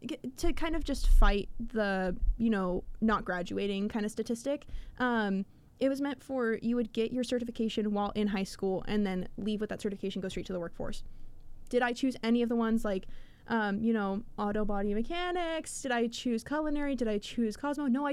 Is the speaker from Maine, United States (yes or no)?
no; Grand Prairie, Texas, United States; I come from a like very Mexican little town, and it's slowly over the years not become so little.